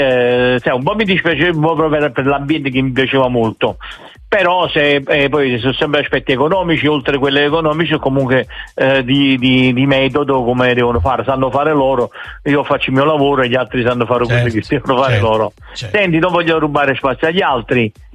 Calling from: Ferrara, Emilia-Romagna, Italy; da Ferrara.

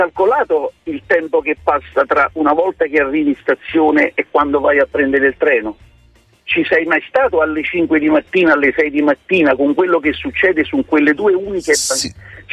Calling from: Afragola, Campania, Italy; Io sono di Afragola, abito in linea d'aria a 700 metri dalla stazione

